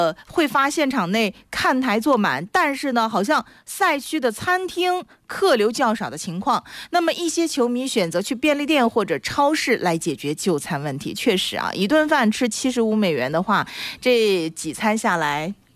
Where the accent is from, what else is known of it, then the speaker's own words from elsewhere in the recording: Kaifeng, Henan, China; 我记得以前因为我老家在开封，那么我们的开封沙瓤西瓜特别多，一到夏天家里都摆了一地的西瓜。